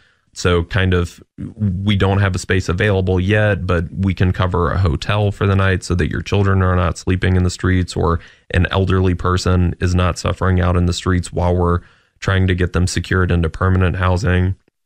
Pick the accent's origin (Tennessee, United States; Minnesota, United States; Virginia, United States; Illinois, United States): Tennessee, United States; Clarksville; This is my hometown